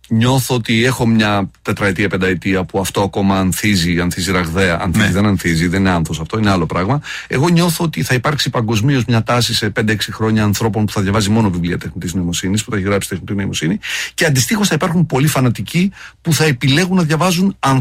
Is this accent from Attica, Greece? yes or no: no; Trikala, Thessaly, Greece; born or raised there